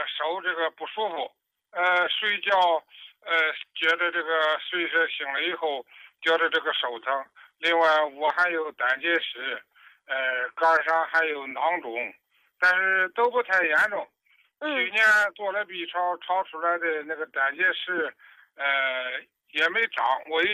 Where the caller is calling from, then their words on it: Baoding, Hebei, China; 是河北保定的。